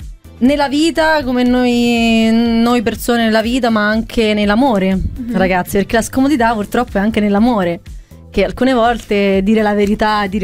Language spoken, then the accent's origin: Italian; Castelli Romani, Rome, Lazio, Italy; now in Milan, Italy; fuori sede, possiamo dire, dai, che veniamo da Roma, dai castelli romani